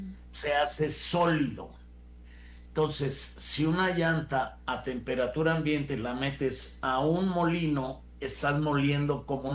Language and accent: Spanish; Mexico